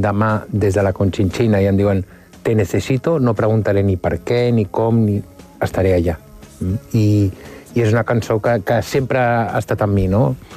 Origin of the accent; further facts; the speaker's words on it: Barcelona, Catalonia, Spain; vinc d'una família de classe mitja alta de la ciutat de Barcelona, molt clàssica i molt típica